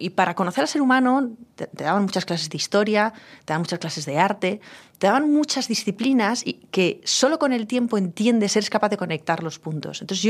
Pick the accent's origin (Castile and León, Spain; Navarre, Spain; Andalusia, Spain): Navarre, Spain; Pamplona; yo tenía 18 años, y un sitio como Navarra, bueno, pues te condiciona mucho, te conoce todo el mundo, un sitio como Pamplona, una ciudad pequeña, te conoce todo el mundo